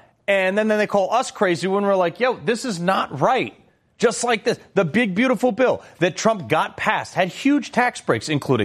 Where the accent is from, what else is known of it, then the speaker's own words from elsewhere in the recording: Connecticut, United States; Connecticut, my home state